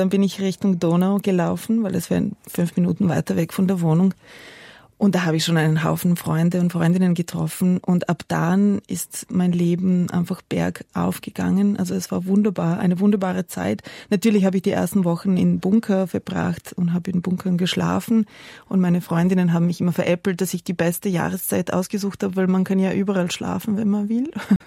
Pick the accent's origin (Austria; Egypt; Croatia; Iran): Croatia; Ich kannte diesen Begriff gar nicht bis zum Jahr 91, 92, als Kinder in Kroatien begonnen haben, mir auf der Straße zuzurufen, dass ich eine Serbin bin oder Chetnik